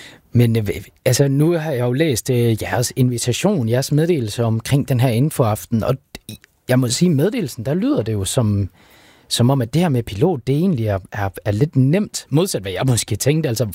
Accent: West Jutland, Denmark; now in Bornholm, Denmark; jeg er fra Vestjylland, jeg vil gerne hjem

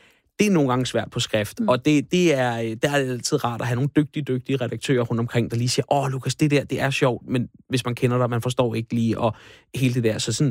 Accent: Frederiksværk, Capital Region of Denmark, Denmark; Blokhus, Frederiksværk, min gamle, hvor jeg er opvokset.

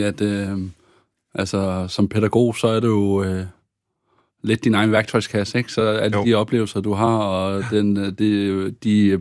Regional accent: Ore Strand, Zealand, Denmark; Så 100% at min opvækst på Ore Strand har præget mig i mit arbejde.

